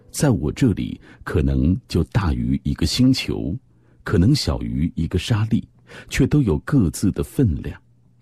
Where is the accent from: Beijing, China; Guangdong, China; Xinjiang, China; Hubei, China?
Xinjiang, China; 你看我一个新疆人在那成长，我都没有去过于田